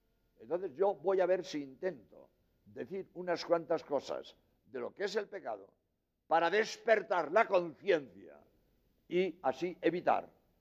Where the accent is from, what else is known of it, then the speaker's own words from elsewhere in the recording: Spain; now in Cádiz, Spain; soy jesuita español